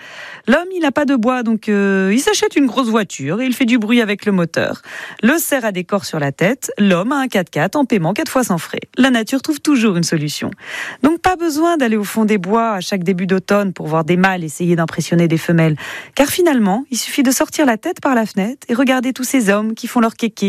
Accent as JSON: {"language": "French", "town": "Bordeaux", "region": "Nouvelle-Aquitaine", "country": "France", "tie": "born there", "said": "Ouais, moi personnellement, je suis bordelais de naissance."}